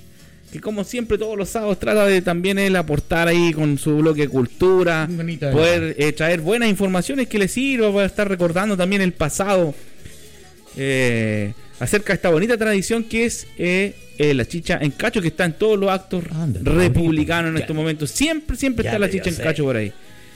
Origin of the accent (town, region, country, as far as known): Chile